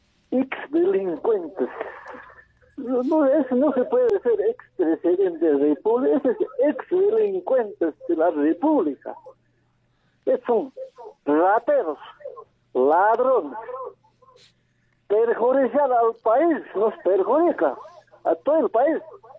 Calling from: Peru; la sociedad peruana, estamos sufriendo de pobreza, extrema pobreza.

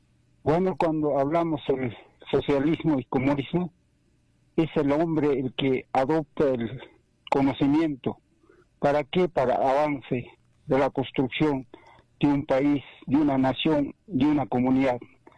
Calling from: Peru; Le llamo de provincia de Azanga, del medio rural.

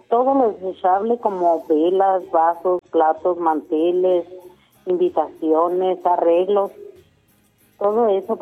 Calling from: Manuel Benavides, Chihuahua, Mexico; De Labrán González

